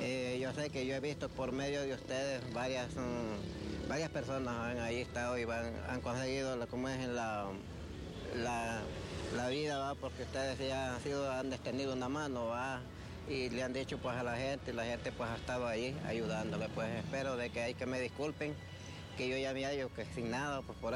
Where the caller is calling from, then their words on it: Cedros, Francisco Morazán, Honduras; yo vengo de Cedros, de una aldea de la Nueva Concepción. Yo soy pobre